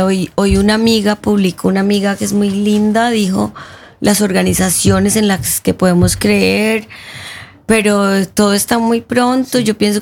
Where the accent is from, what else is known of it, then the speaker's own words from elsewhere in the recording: Colombia; Yo nunca había estado. Yo soy colombiana, nunca había estado.